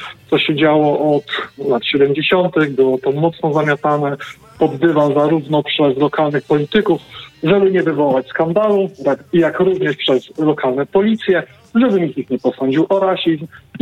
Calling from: United Kingdom; Skoro dzwonię z Wielkiej Brytanii

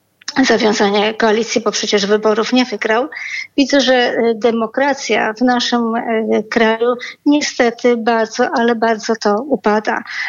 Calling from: Łódź, Łódź Voivodeship, Poland

